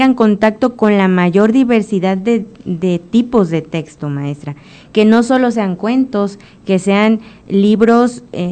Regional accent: Nayarit, Mexico; nuestra identidad como mexicanos y como nayaritas, por supuesto.

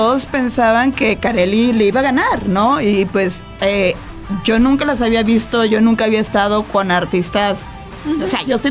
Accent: Nayarit, Mexico; now in Tijuana, Mexico; yo siempre orgullosamente nayarita, eso nadie me lo quita, aunque radico en Tijuana, que también pues soy norteña, ¿no? Y ya con tantos años, pero eso no me quita el orgullo de ser nayarita

